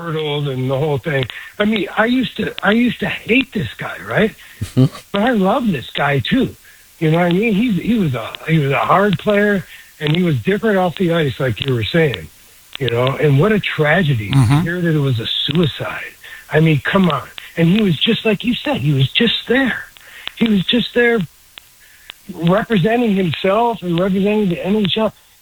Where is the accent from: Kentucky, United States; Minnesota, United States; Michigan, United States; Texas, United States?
Michigan, United States; Detroit; now in Sacramento, United States; I am from Detroit, but I've been in Sacramento for 20-plus years.